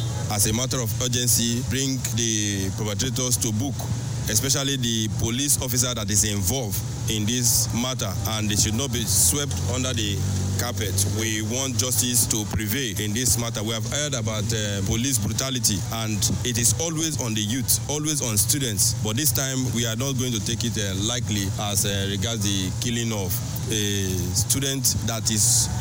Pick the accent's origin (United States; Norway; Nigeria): Nigeria; We, as Nigerian students, we condemn this act